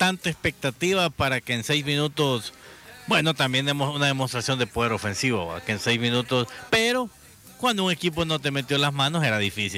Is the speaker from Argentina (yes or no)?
yes; Argentina; que puede decirlo con todo orgullo, soy argentino